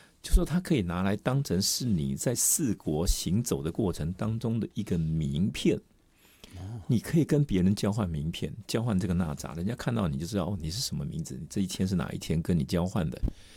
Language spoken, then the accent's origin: Chinese; Taiwan